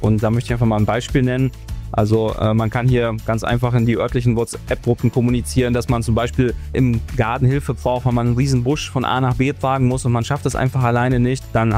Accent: Hamm, North Rhine-Westphalia, Germany; born there; moved away as an adult; now in Solingen, Germany; Ich komme gebürtig aus Westfalen, aus Hamm in Westfalen. Ja, die Liebe hat mich dann tatsächlich vor 2 Jahren hier nach Solingen-Gräfrath verschlagen.

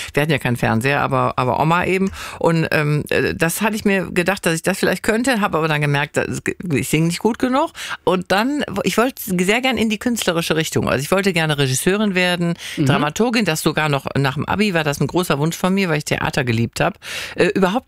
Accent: Wuppertal, North Rhine-Westphalia, Germany; moved away; Ich fühle mich in Wuppertal immer, auch wenn ich da nicht so oft bin, doch so heimisch.

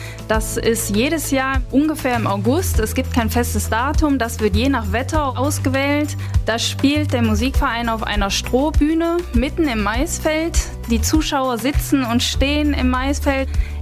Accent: Straelen, North Rhine-Westphalia, Germany; Ich komme hier aus Strahlen und, um genau zu sagen, aus dem kleinen Ortsteil Fossum.

